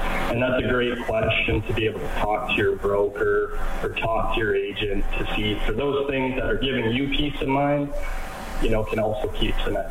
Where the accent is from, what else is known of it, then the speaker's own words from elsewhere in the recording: Red Deer, Alberta, Canada; I was born and raised in Red Deer, right in between, you know, Calgary and Edmonton